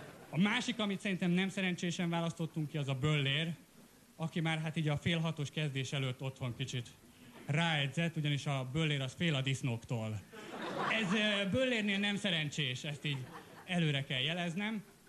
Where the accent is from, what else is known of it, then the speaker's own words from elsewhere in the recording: Budapest, Hungary; Én ilyen pesti gyerek vagyok